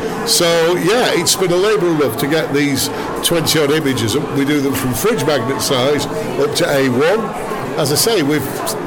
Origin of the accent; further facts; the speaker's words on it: Dewsbury, Yorkshire and the Humber, United Kingdom; moved away; Born and bred in Dewsbury, and I'm 70 next week. I went to Wilrack Grammar School, four boys